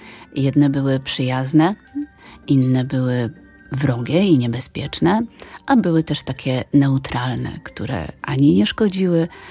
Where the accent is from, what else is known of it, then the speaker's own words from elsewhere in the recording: Przemyśl, Subcarpathian Voivodeship, Poland; Tak, przyjechałam z Przemyśla.